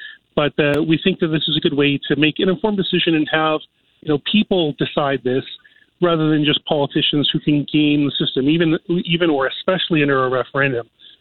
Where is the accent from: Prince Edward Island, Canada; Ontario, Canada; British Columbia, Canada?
British Columbia, Canada; Delta; So, you know, I'm from Delta originally.